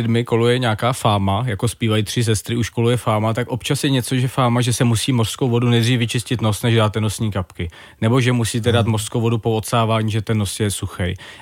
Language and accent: Czech; Prague, Czechia; moved away as an adult; now in Jablonec nad Nisou, Czech Republic; A já jsem totiž Pražák původně, nebo Pražan by se řeklo, a hodně lidí se mi diví, že jsem takhle emigroval na menší město